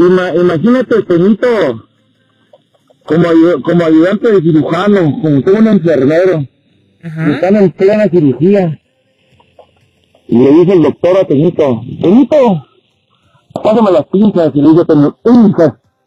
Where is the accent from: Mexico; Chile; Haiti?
Mexico; soy mexicano y sigo apoyando a la selección.